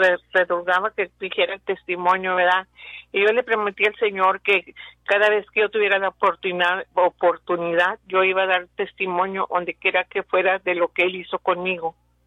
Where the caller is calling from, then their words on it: Weslaco, Texas, United States; De Huéslaco